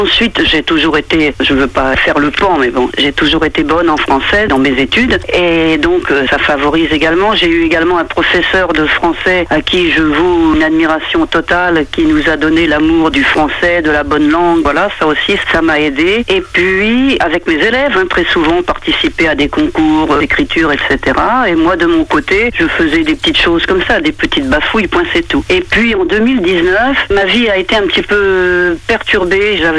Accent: Pont-d'Ouilly, Normandy, France; born there; Je suis née à Pondouilly, donc en plein milieu de la Suisse normande.

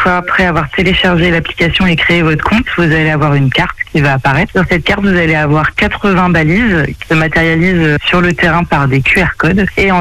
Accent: Le Mans, Pays de la Loire, France; born there; also born or lived in Nantes; now in Angers, France; je suis nantaise d'origine et j'ai élu domicile à Angers il y a une quinzaine d'années. Mais je suis mancelle, je suis née au Mans.

